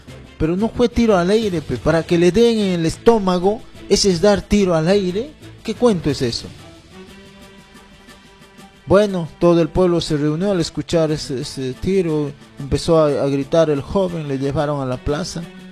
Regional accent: Tambillo, Junín, Peru; mi pueblo querido, Tambillo, distrito de Ricrán, provincia de Jauja

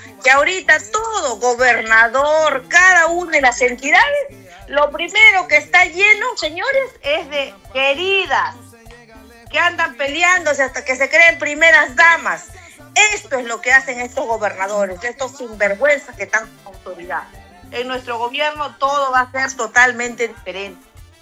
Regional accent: Ancash, Peru; con ayuda de mi pueblo ancashino.

